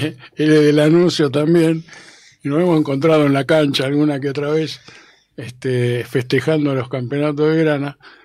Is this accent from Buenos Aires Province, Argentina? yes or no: yes; Lanús, Buenos Aires Province, Argentina; nosotros somos de Lanús y conocemos la zona